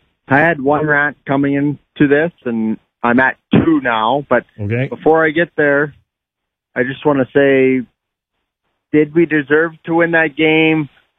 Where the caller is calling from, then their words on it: Saskatchewan, Canada; I'm from Saskatchewan